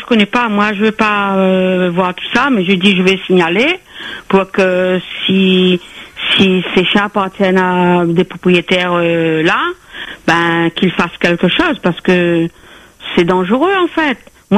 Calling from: Le Port, Réunion; En fait, moi j'habite vers le port.

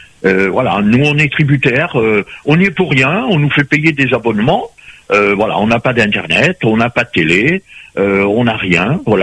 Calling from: Paris, Île-de-France, France; Moi, je suis à côté entre les buttes de Chaumont et la porte de la Villette.

